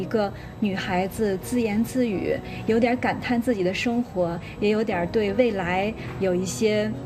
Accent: Chaoshan, Guangdong, China; 我们潮汕人喜欢喝茶，好水配好茶

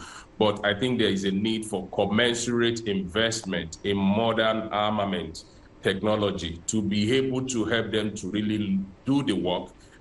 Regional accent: Nigeria; As a Nigerian and as a professional, I'm not happy that in the last decad

